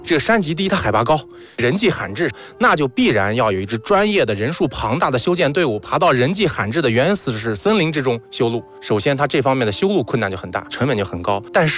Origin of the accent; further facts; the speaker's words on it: Shanxi, China; 我的老家山西啊